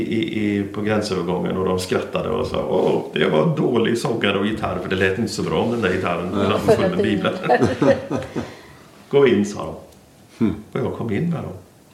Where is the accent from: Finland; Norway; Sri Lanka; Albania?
Albania; accent: North Albanian; Och jag pratar en nordalbansk dialekt.